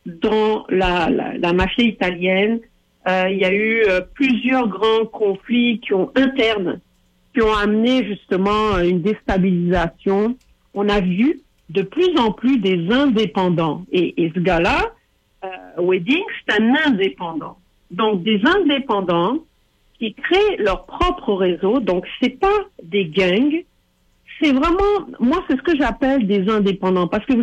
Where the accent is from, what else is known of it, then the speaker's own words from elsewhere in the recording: Montreal, Quebec, Canada; la façon de faire chez nous à Montréal.